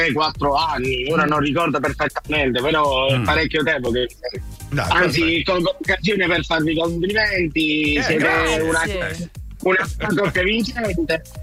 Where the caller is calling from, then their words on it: Melfi, Basilicata, Italy; io in questo momento sono nei pressi di Carosa, io sono di Melfi